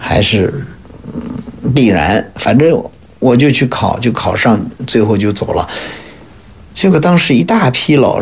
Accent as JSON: {"language": "Chinese", "country": "China", "said": "我觉得我们中国人也做得到的"}